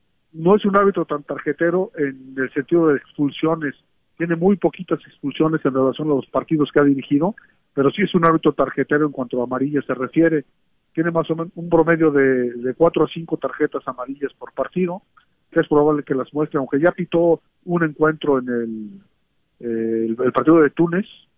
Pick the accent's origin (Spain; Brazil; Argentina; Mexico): Mexico